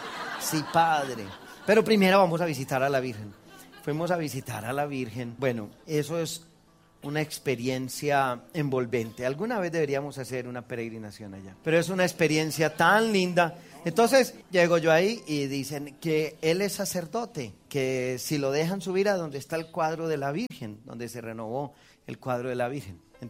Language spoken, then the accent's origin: Spanish; Colombia; Y yo dije, yo vengo de Colombia, los colombianos estamos locos, los carismáticos estamos...